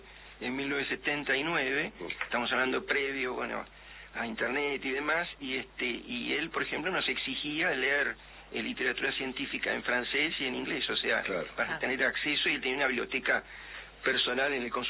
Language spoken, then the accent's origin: Spanish; Mar del Plata, Buenos Aires Province, Argentina; Yo nací, o sea, nací en La Plata. Mi familia se trasladó inmediatamente a Mar del Plata, ahí transcurrió mi niñez